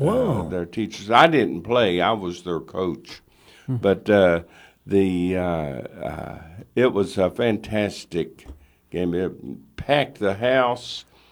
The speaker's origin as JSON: {"language": "English", "town": "Matewan", "region": "West Virginia", "country": "United States", "tie": "born or raised there", "also_born_or_lived": "Baltimore", "moved": "as an adult", "said": "when I was growing up in Matewan, we only got one channel"}